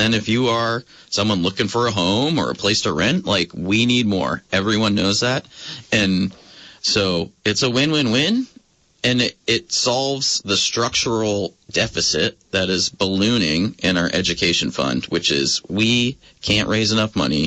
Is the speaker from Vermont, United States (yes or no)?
yes; Essex Junction, Vermont, United States; born or raised there